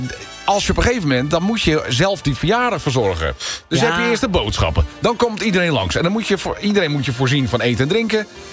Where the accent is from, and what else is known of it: Friesland, Netherlands